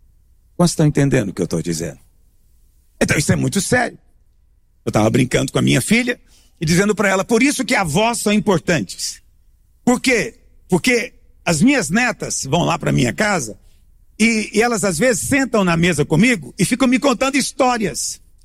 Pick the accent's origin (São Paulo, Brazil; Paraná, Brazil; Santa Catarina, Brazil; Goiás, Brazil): Goiás, Brazil; E provavelmente não dizemos eu amaldiçoo, até porque nós somos goianos, a gente nunca usa essa palavra.